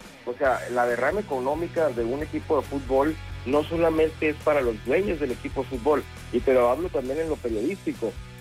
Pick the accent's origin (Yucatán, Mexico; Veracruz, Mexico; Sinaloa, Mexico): Sinaloa, Mexico; Culiacán; moved away; also born or lived in Tijuana; La primera en mi ciudad natal, Culiacán